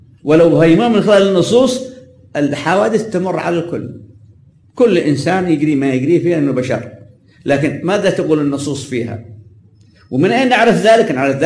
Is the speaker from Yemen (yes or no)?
yes; Yemen